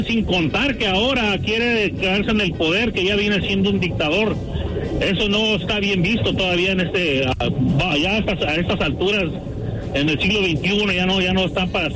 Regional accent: Mexico; Yo viví en, soy mexicano, sé cómo están las situaciones en México.

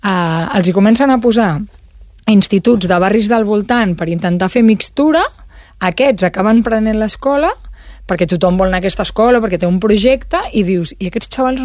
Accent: Sant Martí, Catalonia, Spain; Jo soc de Sant Martí, hi ha moltes escoles que...

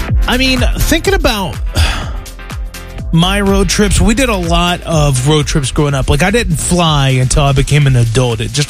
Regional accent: Virginia, United States; now in Ohio, United States; I grew up in Virginia

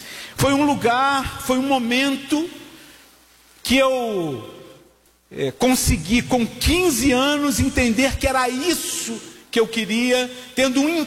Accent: Rio de Janeiro, Brazil; born there; o Senhor sabe que eu nasci numa favela no Rio de Janeiro, o Senhor sabe que eu estudei em escolas públicas

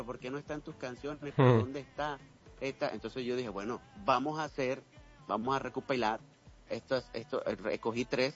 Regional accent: Caribbean Region, Colombia; Okay, soy del Caribe colombiano, pero a ver, estudié música tradicional del Caribe colombiano en la Universidad del Atlántico.

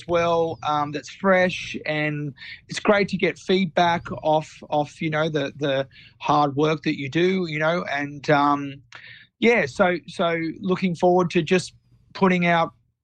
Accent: Tasmania, Australia; moved away as an adult; also born or lived in Melbourne / Sydney; I grew up really country in Tassie, and then when I got over to the mainland in the early 2000s

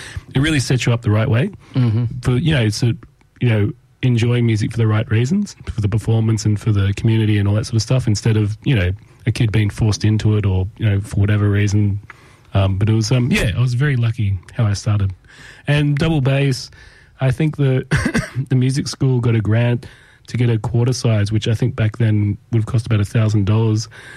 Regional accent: Tamworth, New South Wales, Australia; I grew up in Tamworth, yes.

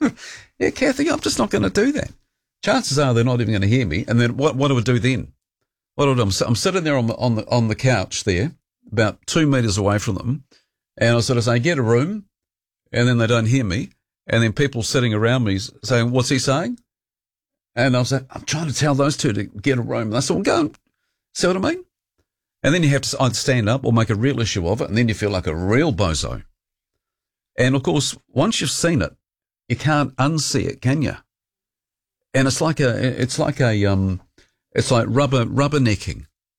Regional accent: Dunedin, Otago, New Zealand; I grew up in Dunedin

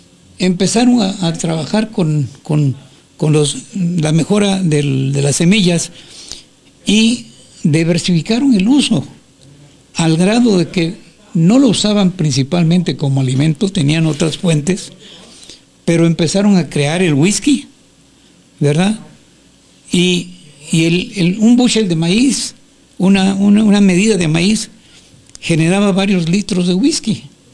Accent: Mexico

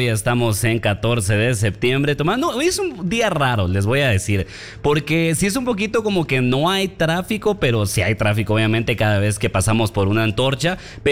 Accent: Guatemala; Hoy soy más guatemalteco que tortilla con chicharrón de bolsa. O sea, hoy eso es lo que soy. Eso es lo que somos.

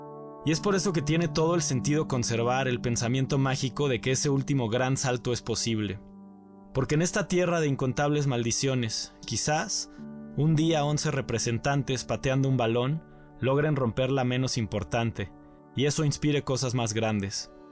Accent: Mexico; nos mantiene como mexicanos

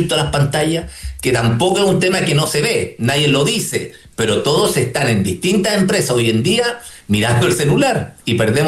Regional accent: Chile

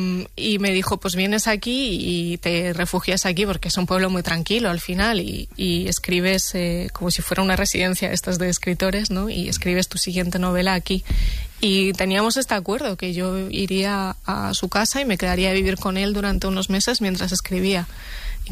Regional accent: Region of Murcia, Spain; born or raised there

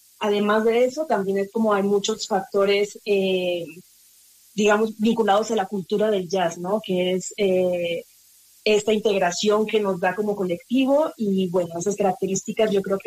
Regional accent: Mexico; now in Bogotá, Colombia; Yo soy mexicana y llevo viviendo aquí en Bogotá por 10 años, precisamente.

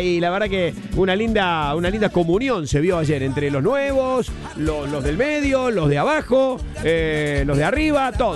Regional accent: Argentina; Soy patriota, viejo. Soy argentino, estamos en la etapa mundial.

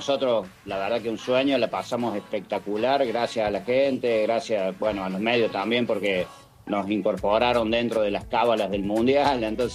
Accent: Argentina; Así somos nosotros y así somos los argentinos.

